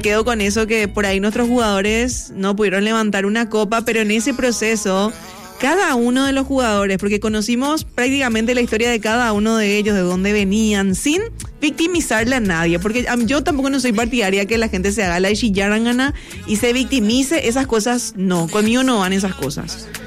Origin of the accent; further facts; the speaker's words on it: Paraguay; Y sabes, también nosotros como paraguayos creo que nos identificamos mucho también con la historia de Noruega